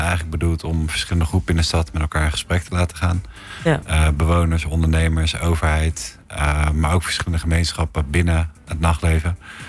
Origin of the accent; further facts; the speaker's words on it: Rotterdam, South Holland, Netherlands; ik kom uit Rotterdam